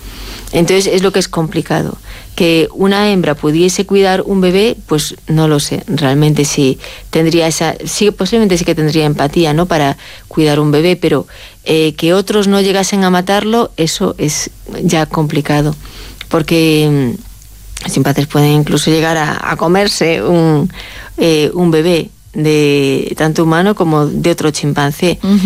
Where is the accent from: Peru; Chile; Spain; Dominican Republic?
Spain; Galicia; moved away; Yo lo describo muchas veces como yo soy gallega, ¿no? Los gallegos estamos en Galicia, bueno, yo no estoy en Galicia